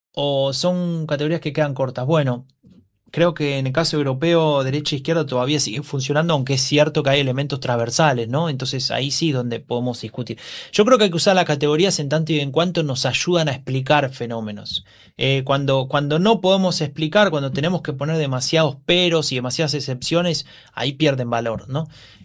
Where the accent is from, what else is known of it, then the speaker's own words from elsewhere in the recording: Honduras; now in United States; Soy hondureño en USA.